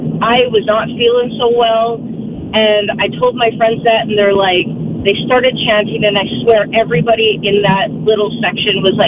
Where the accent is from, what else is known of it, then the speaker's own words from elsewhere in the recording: Calgary, Alberta, Canada; I grew up in Calgary, so yeah. Stampede, I always went to.